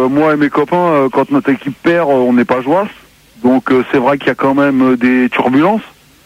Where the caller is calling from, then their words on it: Lille, Hauts-de-France, France; J'appelle de Lille 96.8.